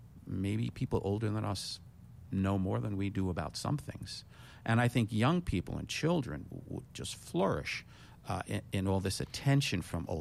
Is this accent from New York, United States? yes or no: yes; New York City, New York, United States; I grew up in New York City.